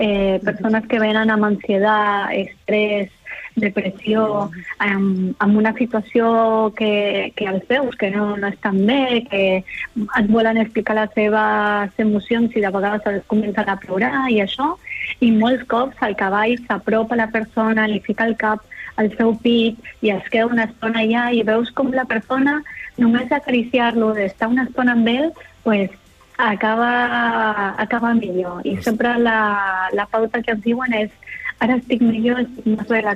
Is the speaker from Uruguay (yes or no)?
no; Argentina; accent: Argentine; Catalan is a second language; moved away; soc argentina.